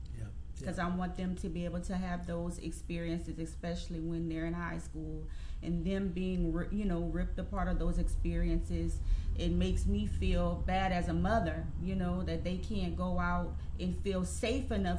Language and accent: English; Lafayette, Louisiana, United States; I'm born and raised in Lafayette, Louisiana.